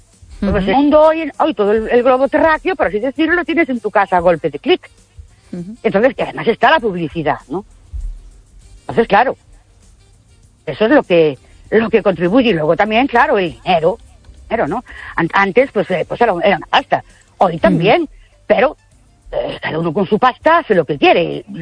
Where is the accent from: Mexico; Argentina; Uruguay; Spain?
Spain; Ourense, Galicia